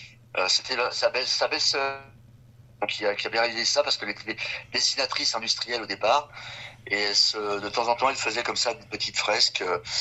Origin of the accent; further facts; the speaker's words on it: Île-de-France, France; Région parisienne.